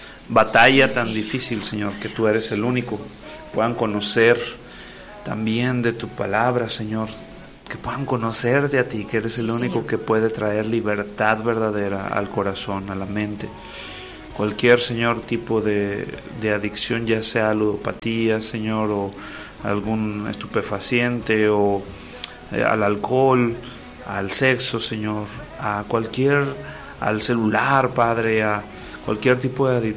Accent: Mexico; este día también que celebramos como mexicanos, Señor, el Día de la Independencia.

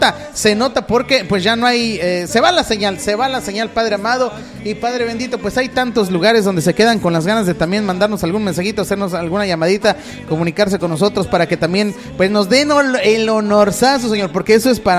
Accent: Pachuca, Hidalgo, Mexico; por allá por el precioso Pachuca, Hidalgo, familia, mi tierra hermosa también, por allá por Pachuca.

